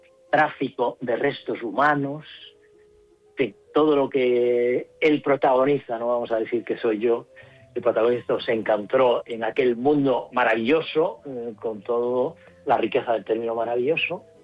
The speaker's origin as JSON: {"language": "Spanish", "town": "Celanova", "region": "Galicia", "country": "Spain", "also_born_or_lived": "Ivory Coast", "said": "ya sabes cómo somos los gallegos, y los gallegos somos muy viajeros. Yo soy muy viajero"}